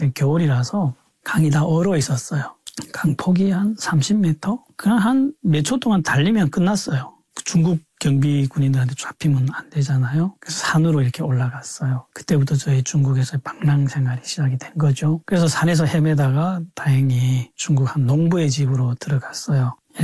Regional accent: Chongjin, North Hamgyong, North Korea; moved away; 제가 집이 청진이거든요. 청진역에 나가서 이제 중국으로 가자. 조국을 떠나는 마음이었어요. 북한 사람들에게 내 고향, 내 조국을 떠난다는 것은 굉장한 슬픔이고 굉장히 큰 충격입니다.

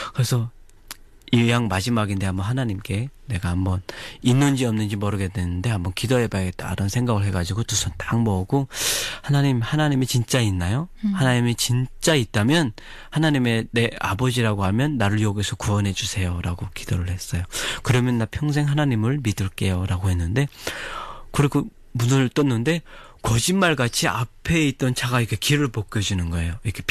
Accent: North Korea; moved away as an adult

